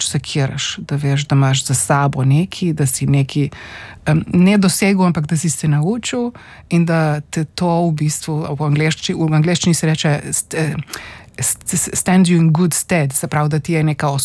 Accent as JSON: {"language": "Slovenian", "town": "Postojna", "region": "Littoral–Inner Carniola", "country": "Slovenia", "tie": "born or raised there", "said": "Jaz sem odraščala v Postojni, se pravi pri, oziroma bom rekla splošno na Primorske"}